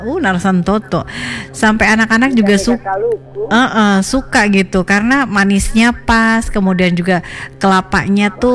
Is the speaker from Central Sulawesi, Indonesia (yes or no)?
yes; Palu, Central Sulawesi, Indonesia; saya warga Palupi